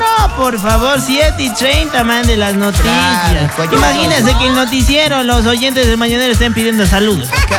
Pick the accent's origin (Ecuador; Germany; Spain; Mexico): Ecuador; Quito, Pichincha; De Quito, del norte de Quito